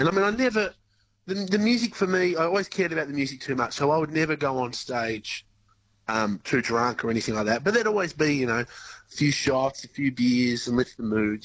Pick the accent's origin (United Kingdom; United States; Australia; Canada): Australia; we've kind of let go of all that now and really just honed into to being Australian, being who we are.